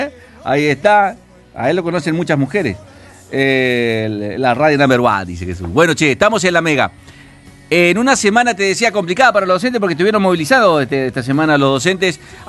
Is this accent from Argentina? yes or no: yes; Román, Santa Fe, Argentina; Nosotros somos de Román, provincia de Santa Fe, República Argentina.